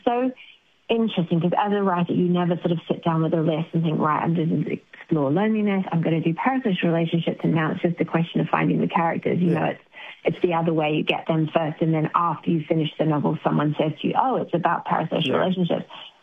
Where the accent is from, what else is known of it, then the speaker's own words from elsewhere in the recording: Palmerston North, Manawatū-Whanganui, New Zealand; also born or lived in Foxton; Oh, Palmerston North and Foxton, so down the road from you. We probably played on the same hockey pitch.